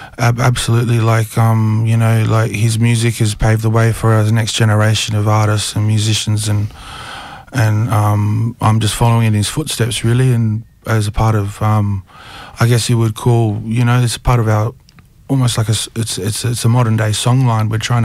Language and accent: English; Cairns, Queensland, Australia; born there; also born or lived in Adelaide / Shelburne Bay, Cape York; now in South Australia, Australia; So my mob are the Wutidi people from Shelbourne Bay, Cape York. I lived in Cairns for many years. I went to Cairns State High, and I met all the boys in the band from Cairns High and from Cairns. I spent many years in Cairns. I was born in Adelaide, though.